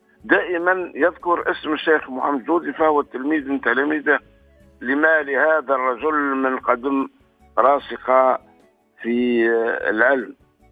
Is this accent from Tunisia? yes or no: yes; Tunisia; بلادنا تونس